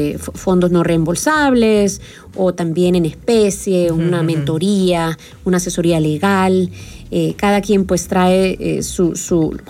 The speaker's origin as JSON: {"language": "Spanish", "country": "El Salvador"}